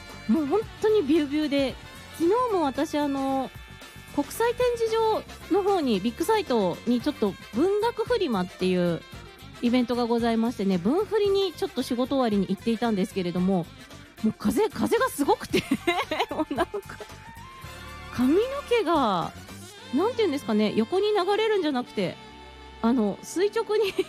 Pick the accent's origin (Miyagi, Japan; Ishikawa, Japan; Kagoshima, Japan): Ishikawa, Japan; now in Tokyo, Japan; 結構私の地元の石川県、近所で鯉のぼりあげてるお家があったりとかしてたので、